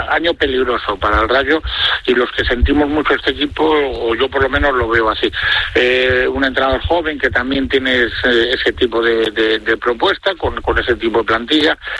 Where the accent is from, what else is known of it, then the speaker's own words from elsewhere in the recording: Valladolid, Castile and León, Spain; Yo soy un pucelano blanquivioleta de Valladolid, moriré siendo así